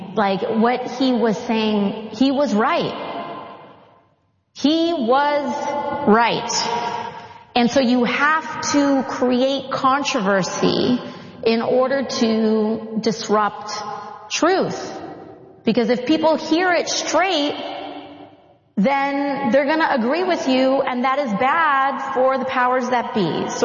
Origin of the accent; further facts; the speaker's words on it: Bronx, New York, United States; And of course, I'm Latina. And so, and I'm from the Bronx.